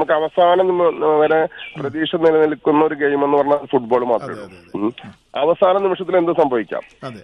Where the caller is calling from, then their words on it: Mannarkkad, Kerala, India; മണ്ണാർക്കാട്. പിന്നെ ഞങ്ങളുടെ നാട്ടിലാണ് ഏറ്റവും കൂടുതൽ വലിയ ഫ്ലക്സ് സംവിധാനം പ്രമീള മാഡത്തിന്റെ നാട്ടിൽ.